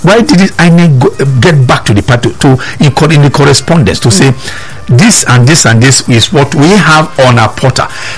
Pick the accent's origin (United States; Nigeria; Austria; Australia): Nigeria; even as I sit here as a Nigerian